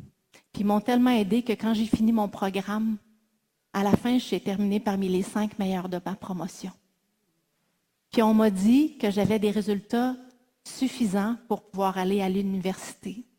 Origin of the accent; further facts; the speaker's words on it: Saint-Dominique-du-Rosaire, Quebec, Canada; accent: accent de Saint-Dominique-du-Rosaire; moved away; also born or lived in Paris, France / Ottawa, Canada; C'est sûr que l'accent de Saint-Dominique-du-Rosaire, c'est comme une coche de plus hein, aussi.